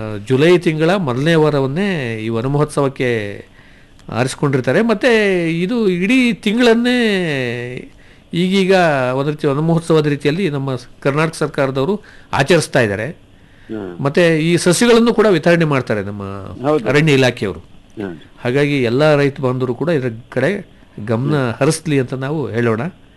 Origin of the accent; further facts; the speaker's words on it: Kodagu district, Karnataka, India; ನಾವು ಕೊಡಗು ಜಿಲ್ಲೆಯವರು.